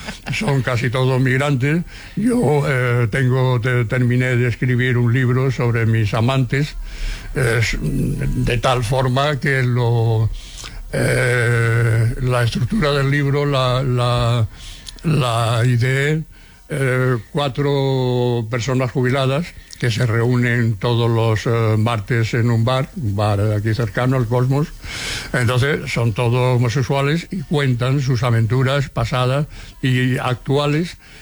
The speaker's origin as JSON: {"language": "Spanish", "town": "Seville", "region": "Andalusia", "country": "Spain", "moved": "yes", "lives_now": "Barcelona, Spain", "said": "nosotros cuando vinimos de Sevilla."}